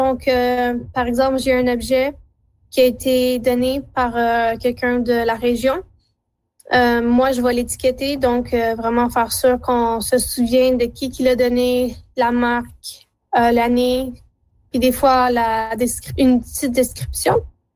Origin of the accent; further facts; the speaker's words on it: Hearst, Ontario, Canada; Je viens de Hearst. J'ai 21 ans. Je suis à l'Université Laurentienne à Sudbury.